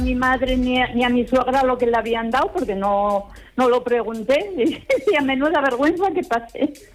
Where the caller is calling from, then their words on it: Gijón, Asturias, Spain; yo vivo en Gijón, estamos saturados de gente